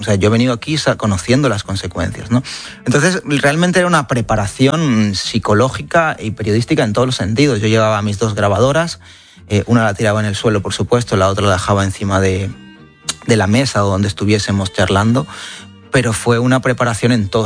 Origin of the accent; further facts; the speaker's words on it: Nicaragua; moved away; en mi infancia en Nicaragua.